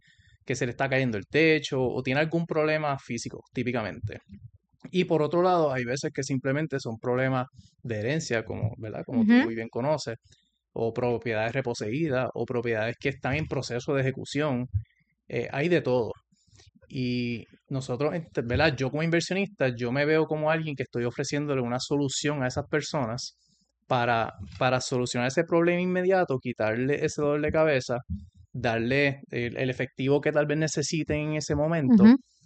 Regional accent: Puerto Rico; moved away as an adult; now in United States; soy de Calle, Puerto Rico, nacido y criado. Estudié ahí hasta high school, después me fui al colegio de Mayagüez

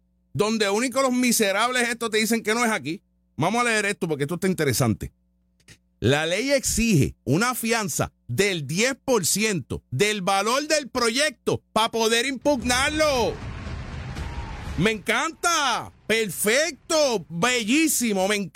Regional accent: Puerto Rico; Yo como puertorriqueño, ¿cómo me vas a quitar en la motivación de trabajar?

